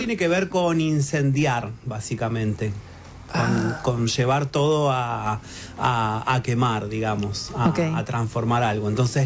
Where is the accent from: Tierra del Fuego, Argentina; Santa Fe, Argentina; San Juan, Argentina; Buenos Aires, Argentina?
Buenos Aires, Argentina; also born or lived in San Marcos Sierras, Córdoba; No, en realidad nosotras somos de acá de Buenos Aires.